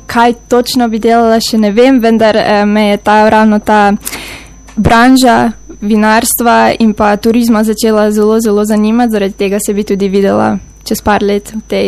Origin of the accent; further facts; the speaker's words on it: Metlika, Southeast Slovenia, Slovenia; moved away as an adult; now in Germany; je 22-letna metličanka, prihajam torej iz Metlike, Bele krajine